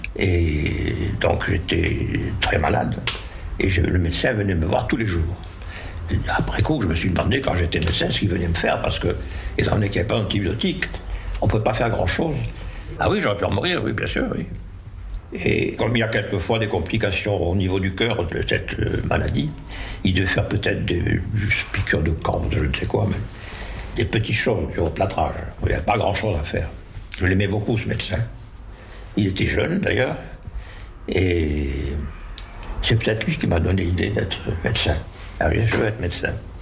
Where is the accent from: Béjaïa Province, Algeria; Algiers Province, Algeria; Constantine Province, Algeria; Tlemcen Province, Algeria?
Tlemcen Province, Algeria; Tlemcen; Je suis né en Algérie. J'ai fait une partie de mes études primaires et secondaires en Algérie, qui s'appelle Tlemcen.